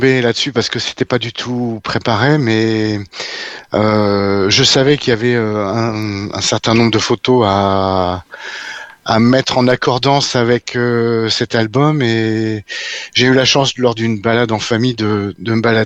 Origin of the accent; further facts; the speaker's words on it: Saint-Amand-les-Eaux, Hauts-de-France, France; Je suis de Saint-Amand-les-Eaux, dans les Hauts-de-France, donc il n'y a pas beaucoup de flamants roses par chez moi